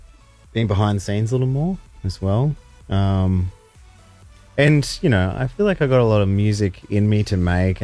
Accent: Sydney, New South Wales, Australia; now in Northern Rivers, Australia; Northern Rivers now.

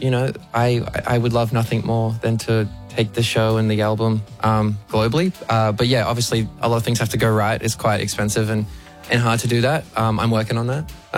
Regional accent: Australia; now in Los Angeles, United States; it's also so nice to come back to Australia and see and like have my other little life with my family.

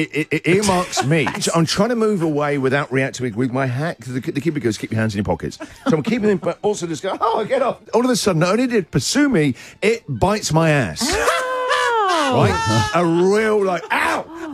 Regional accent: England, United Kingdom; now in Australia; We're English.

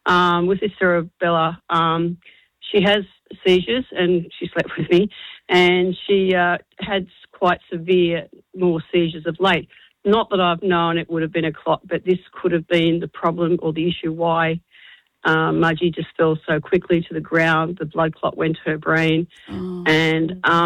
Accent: Dolans Bay, New South Wales, Australia; I'm from Dolans Bay, Jonesy, and I did meet you at the Sutherland Hospital the other week

